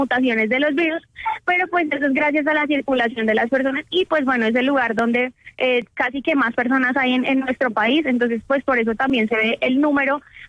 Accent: Colombia; Lo que pasa es que nosotros como colombianos, y bueno, en el mundo, tenemos una mala maña

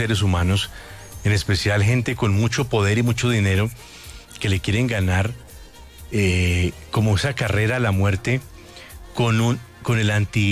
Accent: Colombia; para nosotros aquí en Colombia

